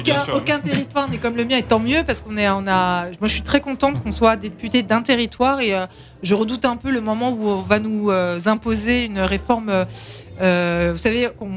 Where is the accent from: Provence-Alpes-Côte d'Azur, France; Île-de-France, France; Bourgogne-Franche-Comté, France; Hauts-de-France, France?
Île-de-France, France; Saint-Ouen-l'Aumône; j'ai grandi dans l'agglo. Moi j'ai grandi à Saint-Holomone, mais j'étais au collège aux Touleuses, pour ceux qui connaissent, j'étais au lycée à Galilée.